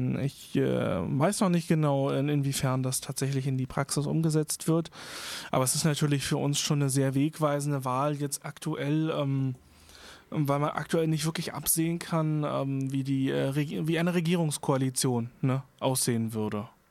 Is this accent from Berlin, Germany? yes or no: yes; Berlin, Germany; also ich bin nicht gebürtiger Berliner, aber ich bin seit sehr klein aufgewachsen in Berlin.